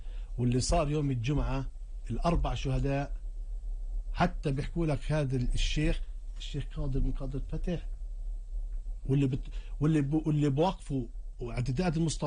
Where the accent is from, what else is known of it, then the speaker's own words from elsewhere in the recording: Palestine; احنا كشعب فلسطيني موحد